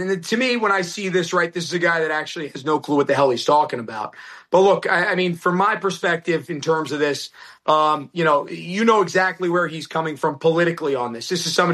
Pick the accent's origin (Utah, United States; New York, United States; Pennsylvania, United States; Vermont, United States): New York, United States; both from my home state, my home city right there in New York